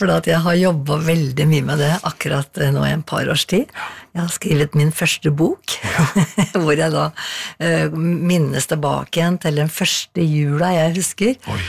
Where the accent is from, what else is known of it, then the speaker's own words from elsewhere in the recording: Skreia, Innlandet, Norway; now in Asker, Norway; Det liksom Toten, altså Skreia, liksom det der jeg vokste opp, ikke sant? Så det liksom røttene mine. Ja. Og så har jeg bodd nå i Asker, mye lenger da.